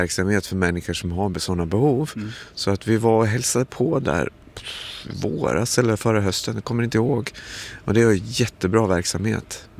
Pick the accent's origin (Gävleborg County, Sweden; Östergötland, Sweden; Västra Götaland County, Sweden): Östergötland, Sweden; Linköping; som Linköpingsbo och som politiker här